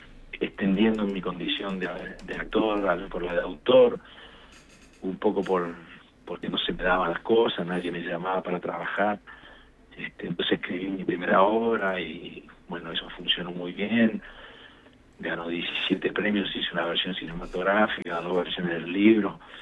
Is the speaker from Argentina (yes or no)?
yes; Paraná, Entre Ríos, Argentina; yo me fui a mi casa de Paraná, donde yo nací, y se los hice a mis hermanos, así nomás, rudimentariamente, en el garage de la casa de mi viejo, donde yo soñaba con ser actor cuando era chico